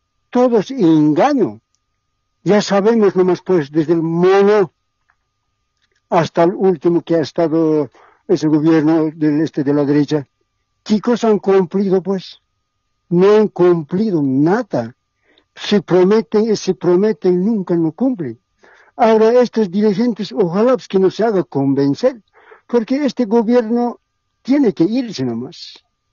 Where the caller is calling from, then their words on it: Cochabamba, Bolivia; Yo estoy llamando de Cochabamba.